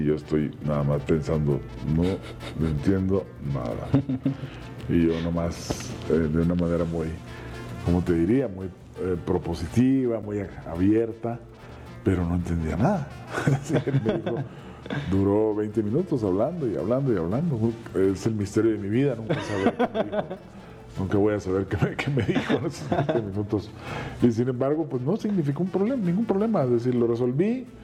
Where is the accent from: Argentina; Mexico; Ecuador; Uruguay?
Mexico; Nayarit; Yo soy de Nayarit, pero aquí estoy.